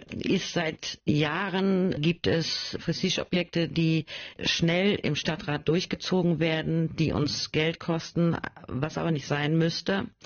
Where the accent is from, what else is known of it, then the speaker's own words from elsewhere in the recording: Schortens, Lower Saxony, Germany; Ich bin in Schortens aufgewachsen. Meine Eltern sind schon dort aufgewachsen. Meine Tochter ist auch da groß geworden. Also es ist wirklich meine Heimat.